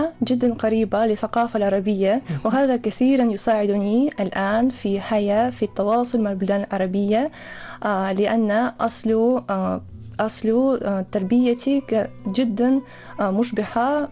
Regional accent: Russia; Arabic is a second language; أنا من روسيا، وقضيت في عمان 9 شهور في دراسة في جامعة سلطان قابوس.

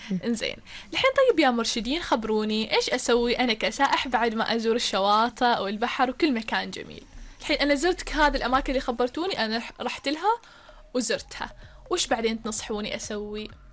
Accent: Oman; بلادنا سلطنة عمان فيها تضاريس مختلفة، فيها مناطق مختلفة

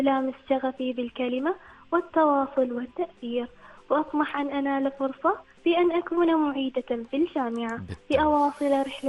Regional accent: Oman; بلادي عمان

